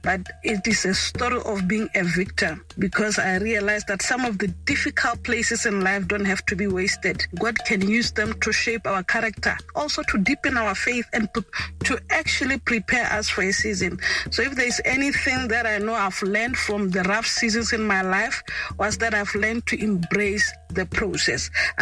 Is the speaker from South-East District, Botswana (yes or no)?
yes; Lobatse, South-East District, Botswana; I was born and bred in Lobatse, Banzinhlatle.